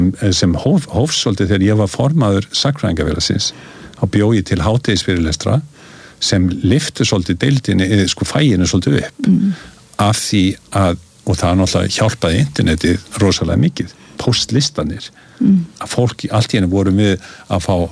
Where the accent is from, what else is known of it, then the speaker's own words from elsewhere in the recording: United States; ég kem frá Bandaríkjunum það sem debati var bara hluti af náminu